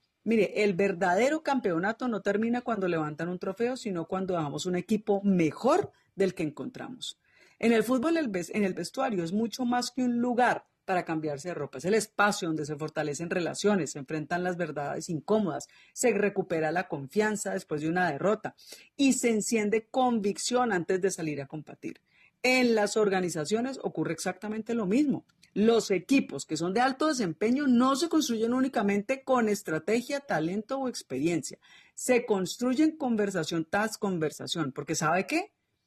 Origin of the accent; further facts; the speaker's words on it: Colombia; yo por lo menos como colombiana